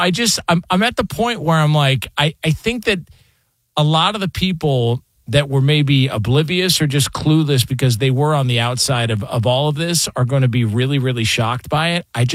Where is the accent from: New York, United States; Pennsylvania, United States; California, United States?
California, United States; Like, man, I grew up in Southern California.